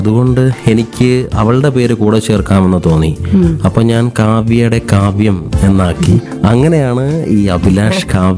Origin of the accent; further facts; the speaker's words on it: Kundara, Kerala, India; moved away as an adult; now in Karunagappally, India; നാട് കൊല്ലം ജില്ലയിലെ തന്നെ കുണ്ട്ര എന്നുള്ള സ്ഥലത്ത്, കുണ്ട്രയിലെ പേരയും കുമ്പളം എന്ന് പറയും, അവിടെയാണ് നാട്, അവിടെയാണ് ഞാൻ ജനിച്ച് വളർന്നത്. ഇപ്പോൾ താമസിക്കുന്നത് കരുനാഗപ്പള്ളിയിലാണ്. കുറച്ചു നാളായി കരുനാഗപ്പള്ളിയിൽ താമസിക്കുന്നു. ബാല്യവും കൗമാരവും യൗവനവും ഒക്കെ അവിടെ തന്നെയായിരുന്നു.